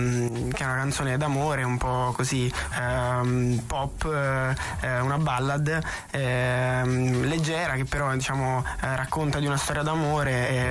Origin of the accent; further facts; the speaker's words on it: Isernia, Molise, Italy; sicuramente suoneremo dalle mie parti a Isernia, in Puglia per ora abbiamo preso una data a Volturara, che in realtà è il paese d'origine di mio nonno, che però è Puglia Nord